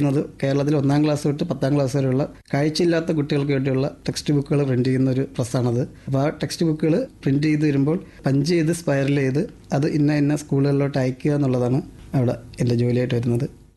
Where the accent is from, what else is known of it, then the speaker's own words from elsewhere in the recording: Varkala, Kerala, India; എന്റെ സ്വദേശം വർക്കല നെടുങ്കണ്ടം എന്ന് പറയുന്ന സ്ഥലത്ത് എന്റെ സ്വദേശം.